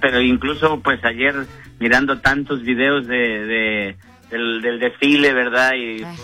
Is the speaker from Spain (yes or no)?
no; Mexico; now in United States; Casi, ¿verdad? Pero no, 100% mexicano.